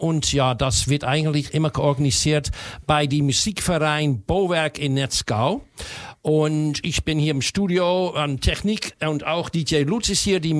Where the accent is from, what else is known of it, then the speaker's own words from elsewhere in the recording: Amsterdam, North Holland, Netherlands; Ich bin aus Amsterdam